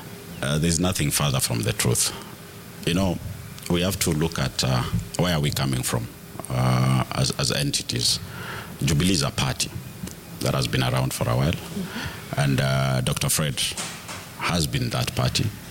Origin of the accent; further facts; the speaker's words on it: Nyamira, Nyamira County, Kenya; I'm from Nyamira.